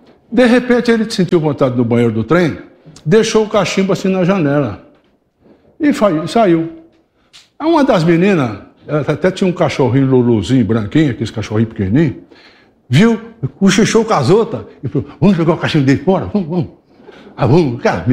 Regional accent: São Joaquim da Barra, São Paulo, Brazil; o trem chegou em São Joaquim da Barra, que é a minha terra. O trem parou lá, que era Mogiana, vinha de Uberlândia. Parou o trem lá e a minha terra era a terra da banana, considerava a terra da banana.

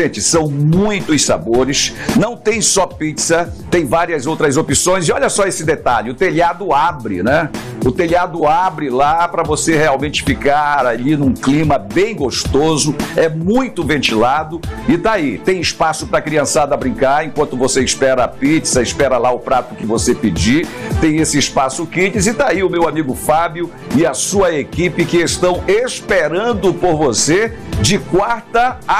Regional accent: Brazil; Sou patriota, sou brasileiro, né?

